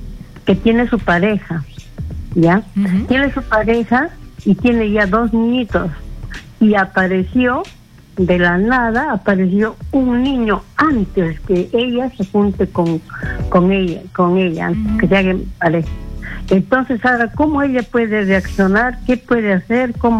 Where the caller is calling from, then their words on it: Santa Anita, Lima, Peru; Sí, le hablo de Santanita.